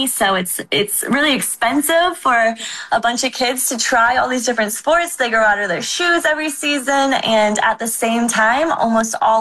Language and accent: English; St. Louis, Missouri, United States; I grew up here in St. Louis.